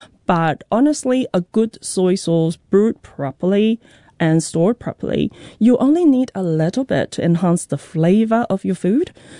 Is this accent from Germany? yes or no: no; Taipei, Taiwan; now in Auckland, New Zealand; Growing up in Taipei.